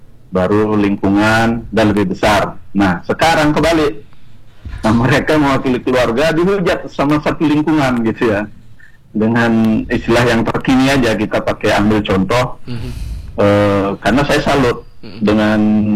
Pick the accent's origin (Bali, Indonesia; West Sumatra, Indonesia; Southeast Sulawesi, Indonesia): Bali, Indonesia; kami sebagai warga Bali